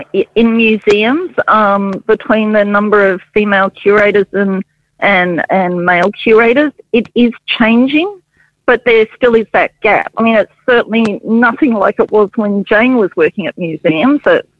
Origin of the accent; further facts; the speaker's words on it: Hobart, Tasmania, Australia; growing up in Tasmania. I grew up in Hobart, actually in Battery Point, and I was surrounded by history.